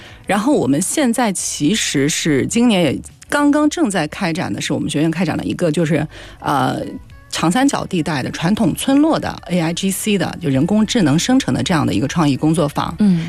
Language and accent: Chinese; Nanjing, Jiangsu, China; 因为我本身就在南京长大